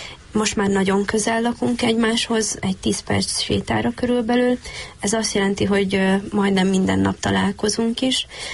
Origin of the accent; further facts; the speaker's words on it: Zakarpattia Oblast, Ukraine; moved away as an adult; now in Hungary; Mivel Kárpátaljáról származom